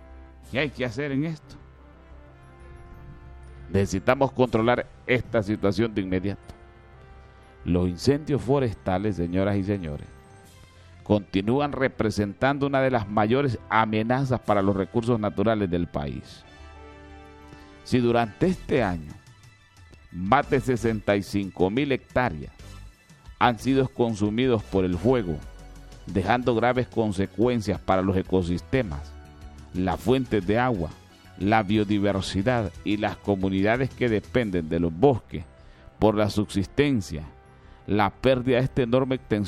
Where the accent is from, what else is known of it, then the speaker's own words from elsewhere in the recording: Yoro, Honduras; Es un trabajo que debemos de realizar todos como buenos lloreños.